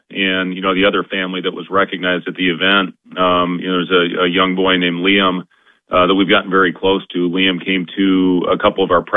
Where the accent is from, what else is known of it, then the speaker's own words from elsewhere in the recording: Ames, Iowa, United States; growing up in Ames, Iowa.